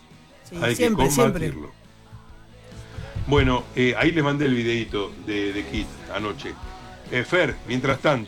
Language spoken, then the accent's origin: Spanish; Argentina; Yo soy nieto de españoles, no soy español, soy argentino.